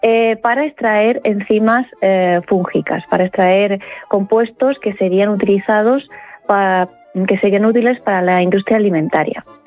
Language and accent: Spanish; Murcia, Region of Murcia, Spain; soy murciana. Tengo nací en Murcia, crecí toda mi infancia pasando los veranos en los Urrutias, en las orillas del Mar Menor